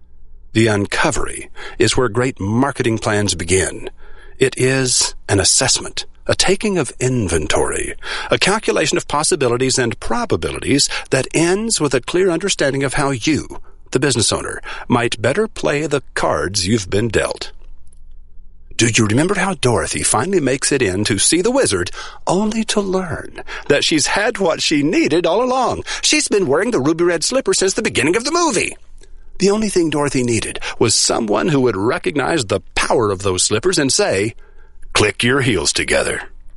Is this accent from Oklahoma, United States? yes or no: yes; Oklahoma, United States; also born or lived in Texas; I was born in Texas and raised with rough boys in Oklahoma